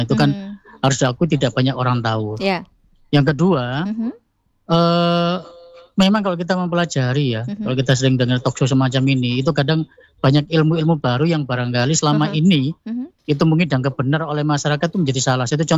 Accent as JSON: {"language": "Indonesian", "region": "East Java", "country": "Indonesia", "said": "Kalau dalam bahasa kita Jawa Timuran"}